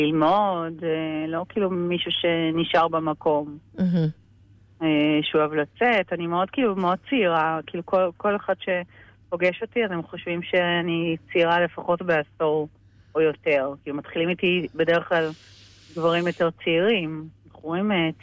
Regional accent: Herzliya, Tel Aviv District, Israel; also born or lived in United States; אני מהרצליה.

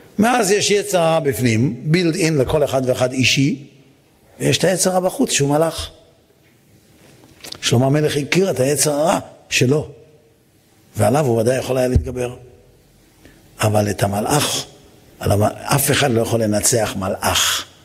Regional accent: Netanya, Central District, Israel; אני גדלתי בנתניה, עיר שרובה סוסים. היו לנו המון סוסים בנתניה.

